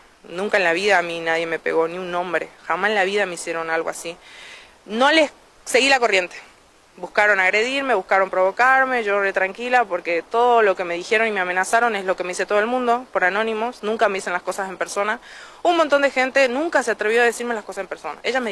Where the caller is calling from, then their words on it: Las Heras, Argentina; Estoy viviendo ahí en Las Heras.